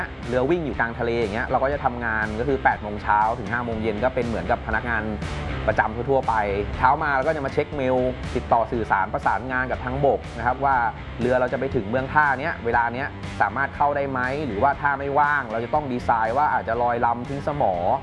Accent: Phitsanulok, Thailand; ผมเนี่ยเป็นคนจังหวัดพิษณุโลกจบการศึกษามัธยมจากโรงเรียนพิษณุโลกวิทยาคม

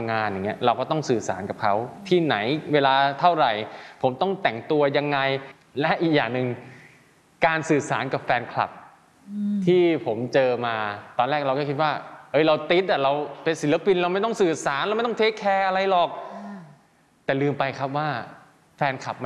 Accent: Isan, Thailand; เราเป็นคนอีสานเราก็พูดอีสานไปเลย

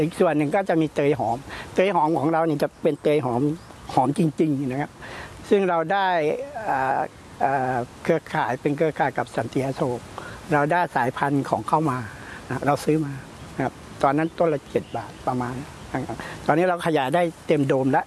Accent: Pattani, Thailand; ผมเป็นลูกหลานเกษตรผมดั้งเดิมผมเป็นคนปัตตานีพ่อผมทําเกษตรพ่อผมทํานาพ่อผมทําสวน

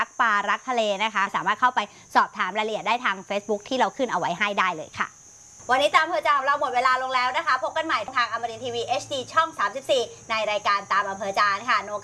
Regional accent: Southern Thailand, Thailand; ไม่ได้เราเป็นคนใต้

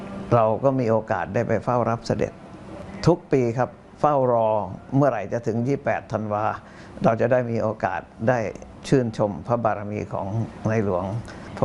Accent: Bangkok, Thailand; also born or lived in Yala Province; ผมเกิดที่จังหวัดยะลาขวบกว่าผมก็ย้ายมาอยู่กรุงเทพแล้วพอประมาณสัก3ขวบเนี่ยบ้านอยู่ตรงวงเวียนใหญ่

